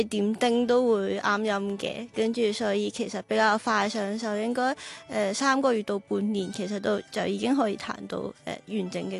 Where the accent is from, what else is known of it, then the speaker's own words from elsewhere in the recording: Macau; now in Guangzhou, China; 咁我系嚟自澳门，系澳门土生土长嘅。